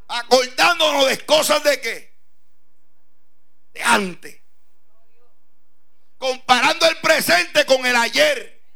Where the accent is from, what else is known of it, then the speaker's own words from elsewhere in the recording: Puerto Rico; le llaman en mi país, Puerto Rico